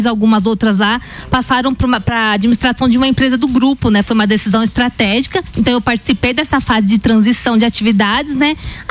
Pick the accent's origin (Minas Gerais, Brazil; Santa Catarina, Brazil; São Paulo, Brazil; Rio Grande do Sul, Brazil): São Paulo, Brazil; Araraquara; Sou de Araraquara.